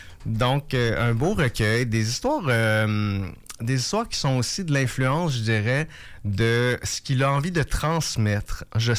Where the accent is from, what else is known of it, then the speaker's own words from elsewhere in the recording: Quebec, Canada; Et bon, on replonge, comme je l'ai dit, dans la Beauce. C'est aussi ma région d'origine, mais on parle d'une Beauce plus étendue, Dorchester, qui est aujourd'hui Bellechasse, les Échemins, Beauce-Sud, on va plus loin.